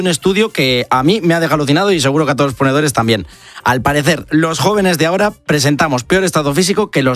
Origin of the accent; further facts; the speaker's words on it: Castilla-La Mancha, Spain; Yo, que soy manchego, me parecen que son los mejores sitios para comer